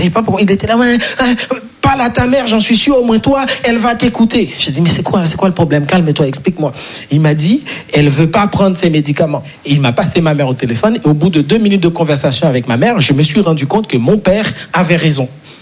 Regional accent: Haiti; moved away; Moi je suis très frileux, je vais pas vous mentir, parce que je suis né et grandi en Haïti, et en Haïti on n'a pas les quatre saisons, okay?

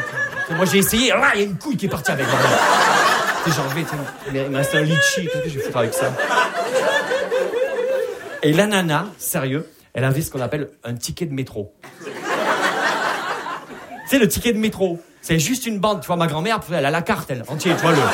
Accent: Perpignan, Occitanie, France; accent: Perpignan; Vous l'entendez à mon accent, je viens pas de Paris. Je viens de Perpignan. Ouais. Alors je sais ce qu'on dit de Perpignan.

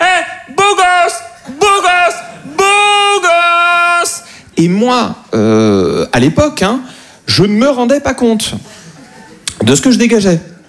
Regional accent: Bastia, Corsica, France; moved away as an adult; je connais très bien la Corse. Je suis né à Bastia. J'ai grandi pendant 17 ans là-bas

